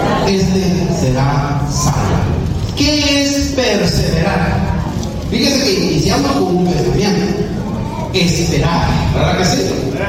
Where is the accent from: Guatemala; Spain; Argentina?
Guatemala; yo soy de Guatemala, pero hemos sido de instituciones cristianas